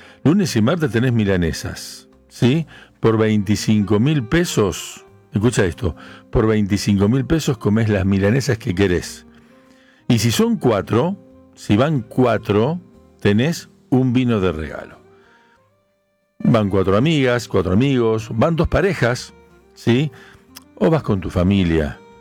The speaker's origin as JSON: {"language": "Spanish", "town": "Villa Cañas", "region": "Santa Fe", "country": "Argentina", "said": "Y la verdad que, bueno, soy de Villa Cañas y los escucho siempre."}